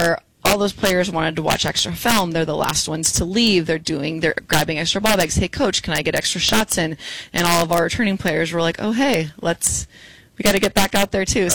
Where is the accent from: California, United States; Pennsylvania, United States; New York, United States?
California, United States; the Bay Area; moved away; I'm from the Bay, so I had to make a Bay trip